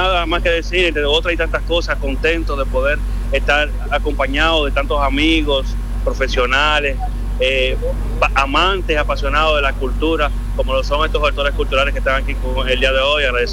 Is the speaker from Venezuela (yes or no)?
no; Dominican Republic; now in Paris, France